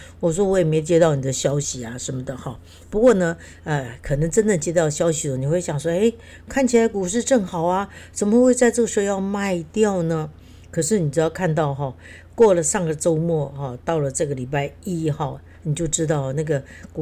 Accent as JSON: {"language": "Chinese", "country": "Taiwan", "said": "我觉得我们台湾人真的很厉害，"}